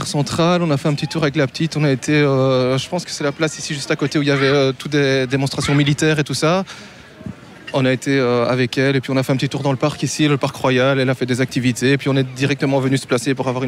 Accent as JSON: {"language": "French", "town": "Braine-l'Alleud", "region": "Wallonia", "country": "Belgium", "said": "Alors on vient de Braine-l'Alleud, on a pris le train vers midi et demi"}